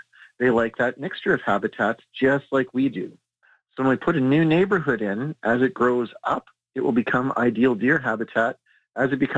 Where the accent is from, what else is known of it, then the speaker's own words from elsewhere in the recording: Pinawa, Manitoba, Canada; I grew up in Pinawa, so I grew up in a very, very deer intensive part of Manitoba.